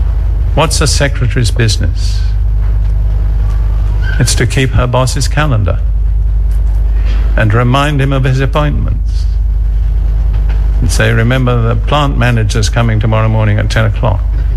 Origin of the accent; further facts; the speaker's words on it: United Kingdom; Now, I am as British as anybody here. There's no one here more British than I am.